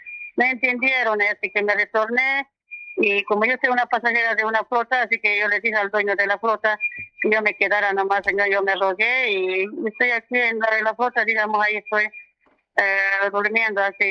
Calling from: Cochabamba, Bolivia; Yo vivo en Cochabamba

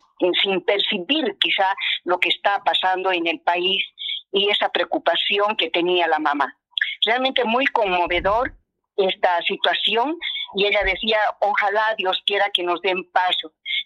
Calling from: Mizque, Cochabamba, Bolivia; acá en Misque

